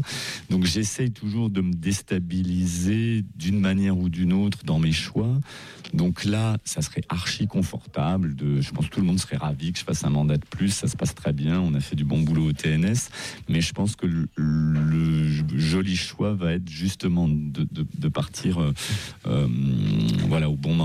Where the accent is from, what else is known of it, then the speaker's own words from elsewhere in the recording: Avignon, Provence-Alpes-Côte d'Azur, France; born there; Oui, je suis né dans le Off, à Avignon.